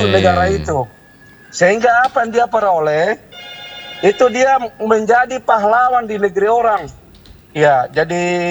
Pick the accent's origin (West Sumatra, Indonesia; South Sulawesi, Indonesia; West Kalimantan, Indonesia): South Sulawesi, Indonesia; Contohnya kita punya pendahulu orang Sulsel ya. Itu Syekh Yusuf. Iya. Itu yeah Syekh Yusuf itu kita orang Bugis Makassar